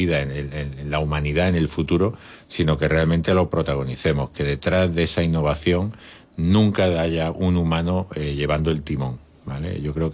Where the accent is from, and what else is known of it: Granada, Andalusia, Spain; born there; now in Almería, Spain